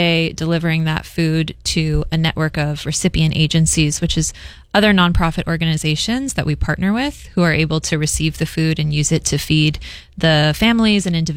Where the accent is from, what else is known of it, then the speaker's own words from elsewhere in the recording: Hawaii, United States; I am originally from Oahu, born and raised here.